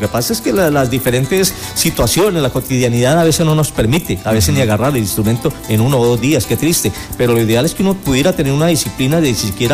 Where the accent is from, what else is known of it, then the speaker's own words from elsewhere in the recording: Arauca, Colombia; now in Bogotá, Colombia; yo soy de Arauca y en Arauca hace más calor que acá.